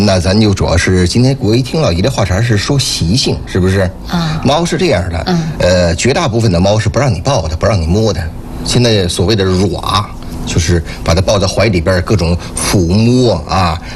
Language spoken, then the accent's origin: Chinese; Jinzhou, Liaoning, China; 其实我们锦州的土话，男猫女猫不这么叫，叫狼猫吕猫。